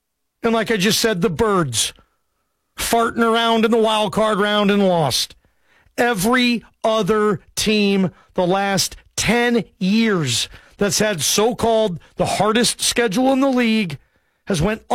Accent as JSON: {"language": "English", "town": "Seattle", "region": "Washington", "country": "United States", "tie": "born or raised there", "said": "I was raised in Seattle, grew up there in the 80s and 90s, went to the Kingdom all the time, grew up 10 minutes from the Kingdom."}